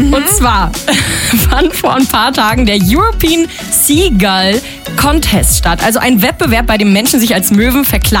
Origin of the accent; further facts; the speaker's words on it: Northern Germany, Germany; Ja, und ich bin ja aus dem Norden